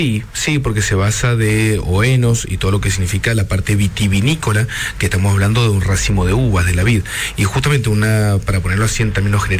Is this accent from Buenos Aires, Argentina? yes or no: no; Luján de Cuyo, Mendoza, Argentina; born there; Tal cual, mendocino, en Luján de Cuyo.